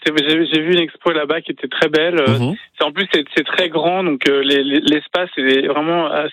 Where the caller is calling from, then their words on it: Paris, Île-de-France, France; j'habite à Bastille.